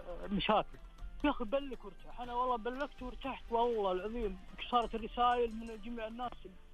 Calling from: Al-Qassim, Saudi Arabia; من القصيم

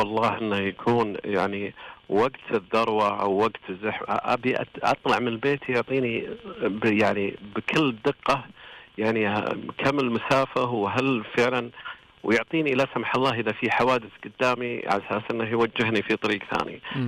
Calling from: Riyadh, Riyadh Province, Saudi Arabia; من الرياض.

